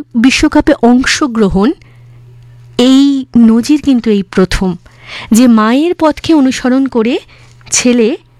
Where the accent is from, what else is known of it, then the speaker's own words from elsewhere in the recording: India; আমাদের ভারতেও